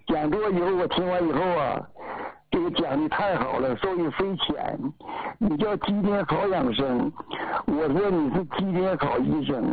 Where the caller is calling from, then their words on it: Jilin, China; 全心全意为我们吉林人呢